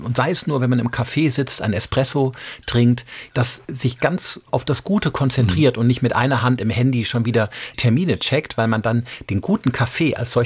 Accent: Rhineland, Germany; Ich komme aus dem Rheinland

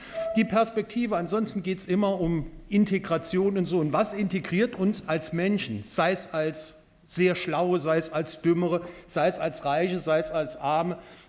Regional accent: Neunkirchen, Saarland, Germany; Ich bin ja auch einer der wenigen hier im Plenum, die aus Neuenkirchen stamme, die gebürtiger Neuenkirchener sind

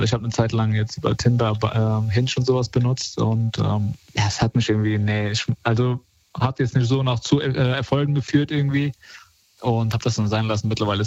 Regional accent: Cologne, North Rhine-Westphalia, Germany; Ich komme aus Köln, ja. Ich bin auch hier geboren und aufgewachsen.

